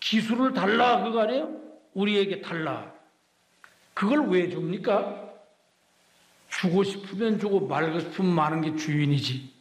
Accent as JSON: {"language": "Korean", "country": "South Korea"}